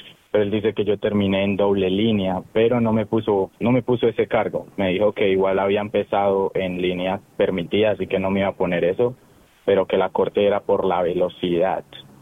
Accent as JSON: {"language": "Spanish", "region": "North Carolina", "country": "United States", "said": "Puede ser por Zoom porque obviamente pues él sabe que soy de Carolina del Norte."}